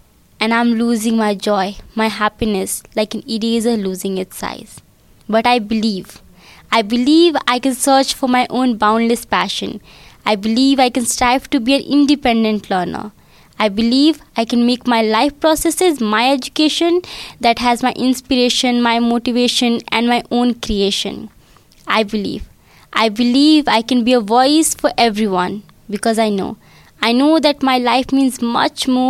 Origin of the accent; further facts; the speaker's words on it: India; from India. I'm 16 years old.